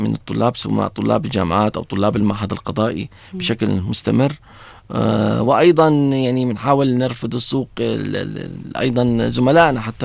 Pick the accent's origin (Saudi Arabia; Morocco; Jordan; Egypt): Jordan; عندنا في الأردن